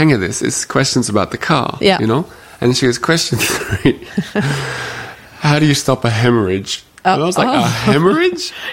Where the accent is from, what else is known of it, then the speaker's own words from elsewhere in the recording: Australia; now in Paris, France; as an Australian, I'm driving on the wrong side of the road, a manual that I'm not used to, in a language that's not my first, not really even my second